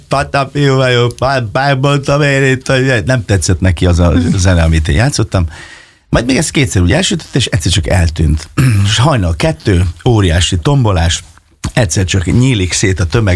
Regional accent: Fényeslitke, Szabolcs-Szatmár-Bereg, Hungary; also born or lived in Kisvárda; Hát ugye én Fényeslétként nőttem föl, és Kisvárdán születtem, és hát ott a megyében, ahova hívtak

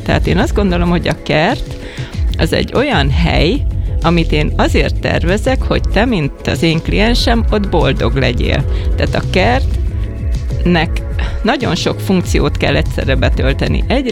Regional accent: Hungary; Mert én egy praktikus magyar vagyok

